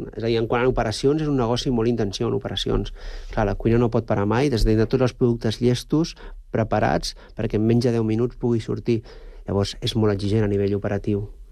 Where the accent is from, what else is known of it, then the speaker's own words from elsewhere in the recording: Manresa, Catalonia, Spain; Jo sóc d'una ciutat mitjana, jo he nascut a Manresa